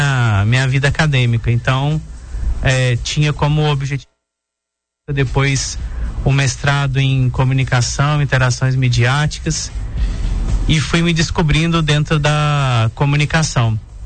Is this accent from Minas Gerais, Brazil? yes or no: yes; Carangola, Minas Gerais, Brazil; moved away as an adult; nasceu numa cidade do interior de Minas chamada Carangola e viveu lá até os 17 anos. Depois se mudou para Ipatinga para fazer a faculdade, no Unileste